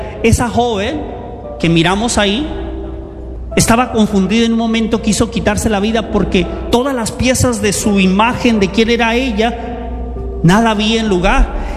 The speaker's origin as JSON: {"language": "Spanish", "country": "Mexico", "tie": "born or raised there", "also_born_or_lived": "United States", "said": "Yo, siendo un joven de 7, 8 años que crecí en México y aquí, y en un momento mi rompecabezas estaba por el suelo, no sabía si era mexicano o americano"}